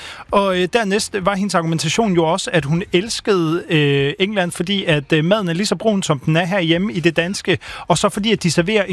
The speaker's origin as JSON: {"language": "Danish", "country": "Ghana", "said": "der hvor jeg for alvor kunne mærke en forbindelse til der, hvor jeg kommer fra."}